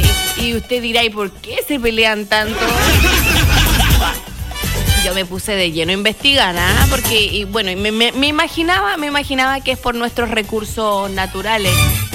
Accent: Chile

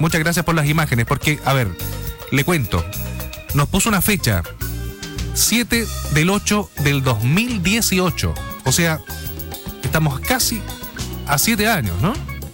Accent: Chile

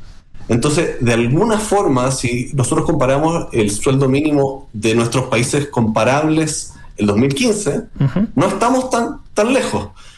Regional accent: Chile; nosotros como chilenos, no es que seamos capaces de producir más

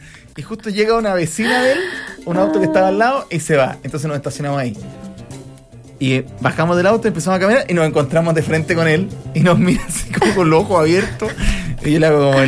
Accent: Mexico; now in Chile; Porque en mi país, México, solo los centros comerciales funcionan en las tardes porque en el día se trabaja.

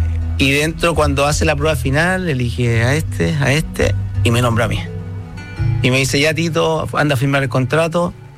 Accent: Santiago, Santiago Metropolitan Region, Chile; yo soy nacido y criado en Santiago, en la comuna de Recoleta.

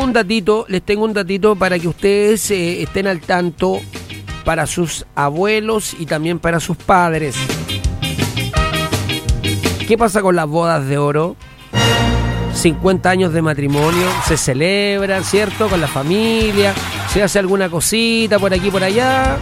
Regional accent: Chile; uno, como es chileno

